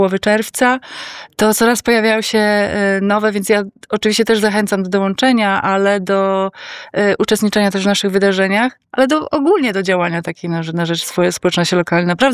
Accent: Białystok, Podlaskie Voivodeship, Poland; moved away as an adult; Ja kiedy zamieszkałam na wsi, bo sama pochodzę z Białegostoku, kiedy zamieszkałam na wsi, to było już 25 lat temu

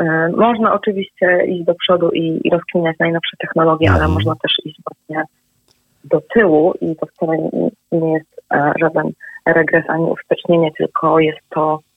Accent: Pomeranian Voivodeship, Poland

